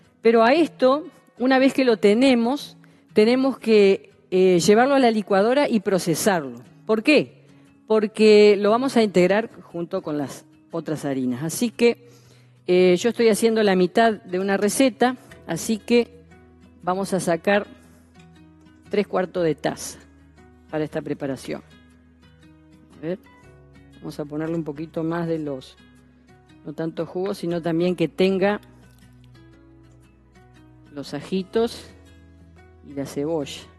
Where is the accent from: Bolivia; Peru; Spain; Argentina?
Argentina; moved away; yo que soy de Argentina, lo conozco de allí